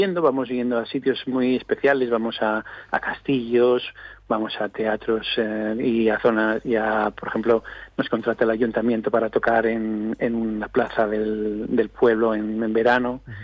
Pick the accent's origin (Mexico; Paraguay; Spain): Spain; Asturias; porque yo soy de Asturias y sería impensable hacer esto aquí.